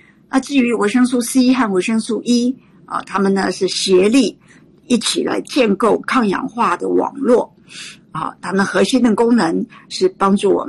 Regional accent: Taiwan; 我们在台湾，我们台湾人很糟糕的从小很多人就四眼田鸡

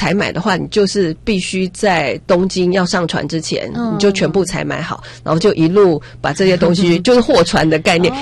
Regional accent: Taiwan; 因为大部分我们都是台湾人居多，可能我们出的菜色啊各方面可能就会比较符合我们台湾人的需求

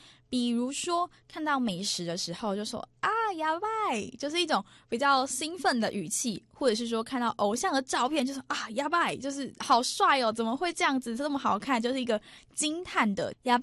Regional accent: Taiwan; 跟我们台湾人常常会讲说哇塞这样子的概念有点像。

